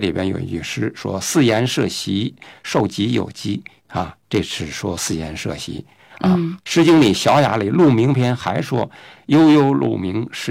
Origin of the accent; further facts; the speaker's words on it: China; 我们中国人自己的做法